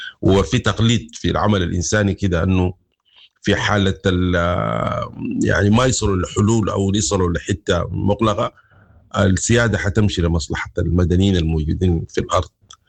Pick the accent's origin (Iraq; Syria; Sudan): Sudan; عندنا في السودان